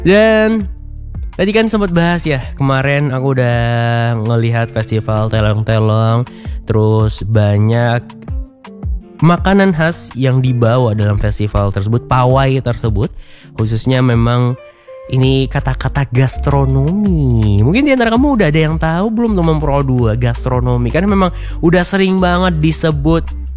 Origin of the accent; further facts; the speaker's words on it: Java, Indonesia; kita yang dari Jawa